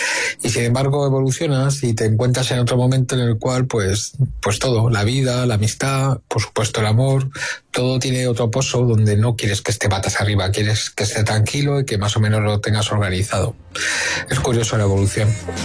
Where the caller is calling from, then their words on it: Madrid, Community of Madrid, Spain; de Madrid.